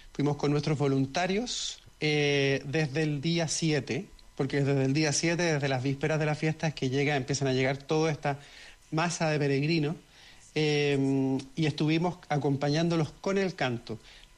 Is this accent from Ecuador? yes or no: no; Chile; yo creo que como todo buen chileno soy muy devoto de la Virgen del Carmen